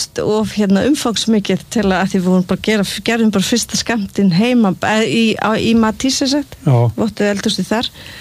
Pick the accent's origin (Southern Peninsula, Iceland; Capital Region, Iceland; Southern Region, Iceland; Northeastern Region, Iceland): Capital Region, Iceland; Seltjarnarnes; also born or lived in Reykjavík; Já, ég ólst upp á Seltjarnarnesi þar til ég var 12 ára og svo flutti í Vesturbæinn.